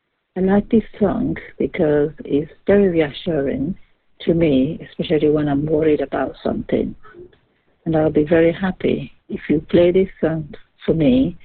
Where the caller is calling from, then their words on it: London, United Kingdom; I'm calling from London.